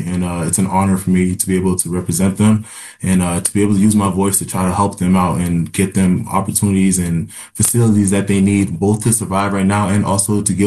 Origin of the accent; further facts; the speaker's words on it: New Hampshire, United States; And eventually we were resettled with the help of the UNHCR into America, where I grew up in New Hampshire